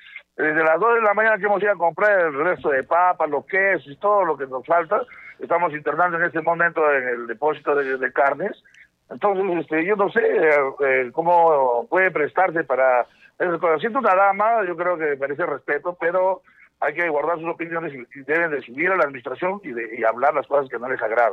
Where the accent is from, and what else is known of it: Arequipa, Peru